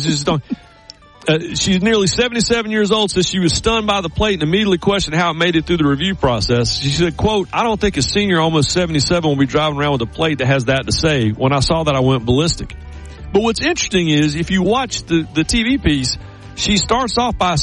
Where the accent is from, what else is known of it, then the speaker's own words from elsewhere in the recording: the Carolinas, United States; But back then, growing up in the Carolinas, you couldn't find another Red Sox fan. Now, you swing a broom out here in Charlotte, you hit 12 of them.